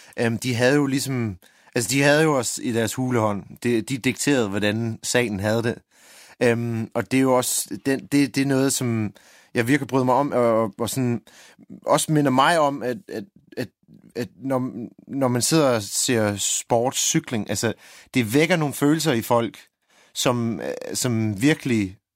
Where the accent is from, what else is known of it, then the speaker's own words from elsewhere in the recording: Ireland; moved away; da jeg voksede op i Irland